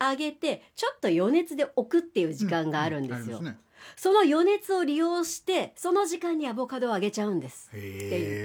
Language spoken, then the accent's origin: Japanese; Kanagawa, Japan; 江戸っ子、うん、まあ、出身は神奈川県です